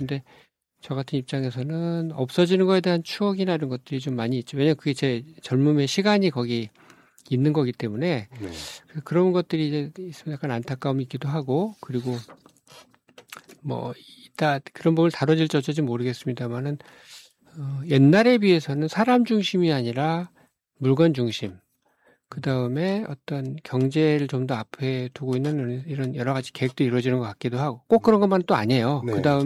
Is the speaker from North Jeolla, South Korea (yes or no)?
yes; Jeonju, North Jeolla, South Korea; 전주에서 늘 생활의 거의 대부분을 여기서 했고 그리고 지금도 그렇고